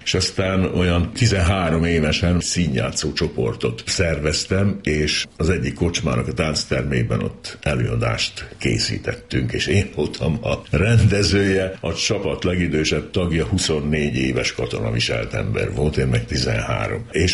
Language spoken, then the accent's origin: Hungarian; Kavilló, Vojvodina, Serbia; born there; also born or lived in Tornyos; now in Subotica, Serbia; Tornyoson születtem